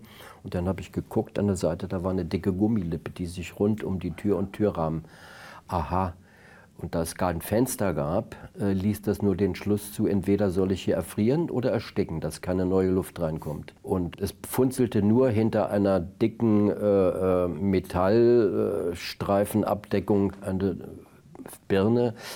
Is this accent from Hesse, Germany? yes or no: no; Brandenburg, Germany; ich bin ja aus Brandenburg